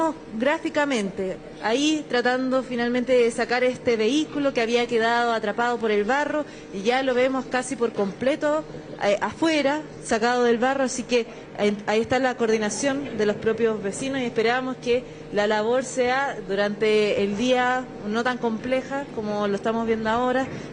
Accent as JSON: {"language": "Spanish", "country": "Chile", "said": "lo que somos los chilenos"}